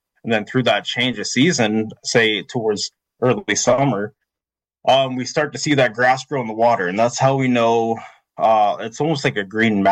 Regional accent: Alderville, Ontario, Canada; growing up in Alderville, my aunts and my uncles and my extended family, they were always harvesting wild rice, right?

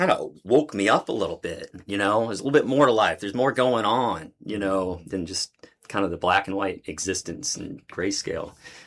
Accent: Southern United States, United States; I grew up in the Pentecostal Southern Bible Belt in a bit of a, I'm going to say cult-like environment

